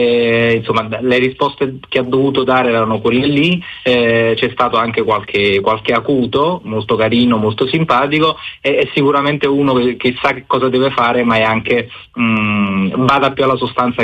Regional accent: Naples, Campania, Italy

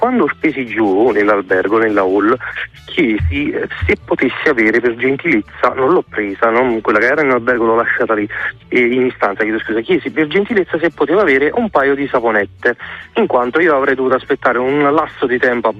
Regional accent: Naples, Campania, Italy; ha visto che io sono napoletano e sono stato uno dei pochi che non si è fottuto

